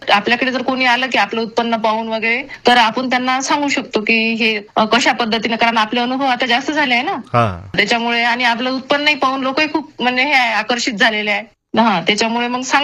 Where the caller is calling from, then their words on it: Yavatmal district, Maharashtra, India; मी खोपडी मिरासे इथे राहते, तालुका दारव्हा आणि जिल्हा यवतमाळ.